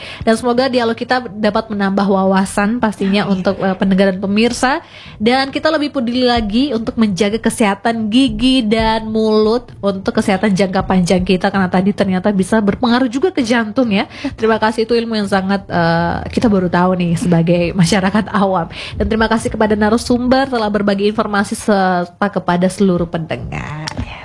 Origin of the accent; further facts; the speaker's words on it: Sumba, East Nusa Tenggara, Indonesia; Kalau kami orang Sumba tuh harus ditakuti dulu kak, baru mau ikut aturan-aturan.